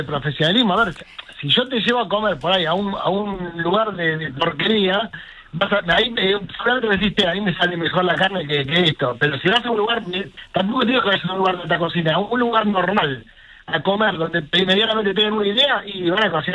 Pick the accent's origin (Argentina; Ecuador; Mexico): Argentina; Bahía Blanca, Buenos Aires Province; Yo cuando era chico en Bahía Blanca, que no teníamos un sobre partido al medio, y que vivía cocinada y le ponía huevo, siempre quería comer afuera como lo máximo que te podía pasar.